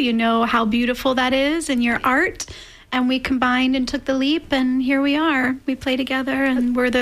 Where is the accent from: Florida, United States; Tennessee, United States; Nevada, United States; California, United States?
Florida, United States; Odessa; also born or lived in Tampa, Florida; That's where I grew up in Odessa.